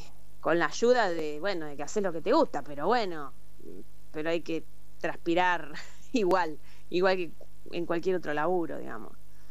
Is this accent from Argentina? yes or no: yes; Tandil, Buenos Aires Province, Argentina; No. Yo nací en Tandil.